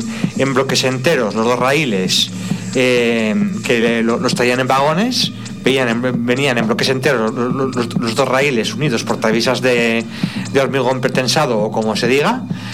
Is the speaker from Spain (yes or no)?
yes; Mainar, Aragon, Spain; Y el túnel más largo que hay en la línea de ferrocarril entre Zaragoza y Valencia, pues está mi pueblo también, en el barranco